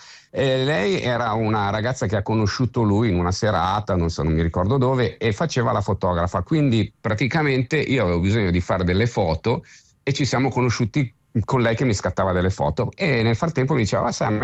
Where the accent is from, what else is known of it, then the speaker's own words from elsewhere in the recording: Milan, Lombardy, Italy; io sono di Milano